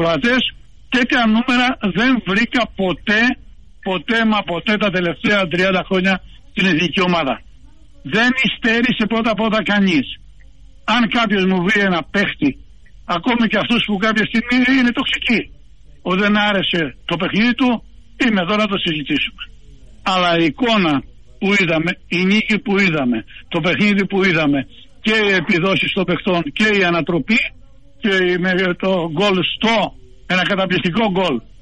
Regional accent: Greece; ποδοσφαιρόφιλος και ως Έλληνας και ως δημοσιογράφος.

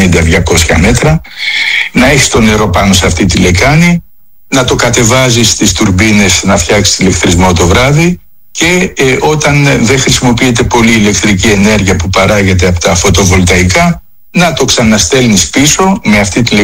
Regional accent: Athens, Attica, Greece; Εγώ πιτσιρικά θυμάμαι που μεγάλωσα στην Αθήνα

